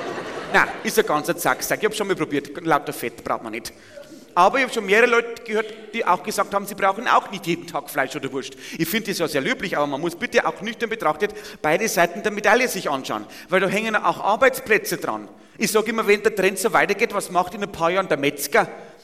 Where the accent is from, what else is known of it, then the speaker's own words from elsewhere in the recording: Bavaria, Germany; aber da wo ich herkomme, im Bayerischen Wald, wir haben de facto keinen ÖPNV.